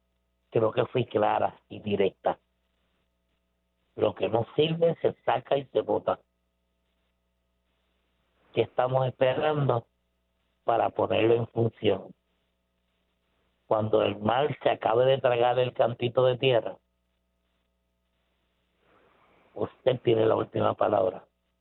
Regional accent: Puerto Rico; Somos puertorriqueños de pura cepa y boricuas hasta lo último

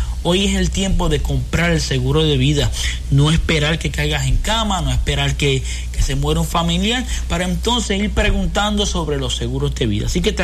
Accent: Puerto Rico; Muchas veces, como buen puertorriqueño o hispano que somos, ¿verdad?

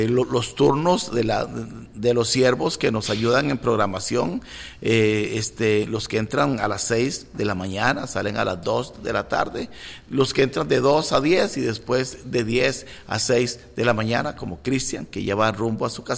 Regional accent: Guanacaste, Costa Rica; mi tierra, Guanacaste

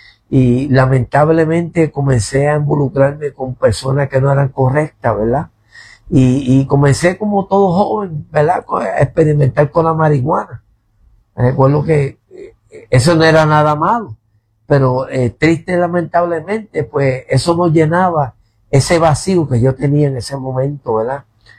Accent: Puerto Rico; born there; also born or lived in New Jersey, United States

